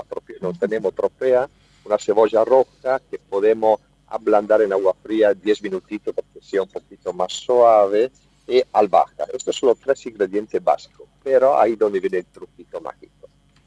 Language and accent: Spanish; Cremona, Lombardy, Italy; Spanish is a second language; me voy a Bari, me voy a visitar un poco la Puglia antes de ir a mi pueblo, a Cremona, justamente.